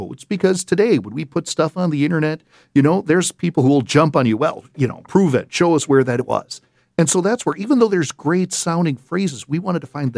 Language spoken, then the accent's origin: English; Canada; Now, I'm a Canadian, and this is the 250th anniversary of America.